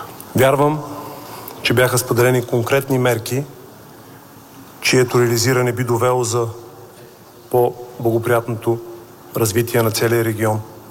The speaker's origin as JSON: {"language": "Bulgarian", "region": "Rhodope Mountains", "country": "Bulgaria", "said": "като родопчанин"}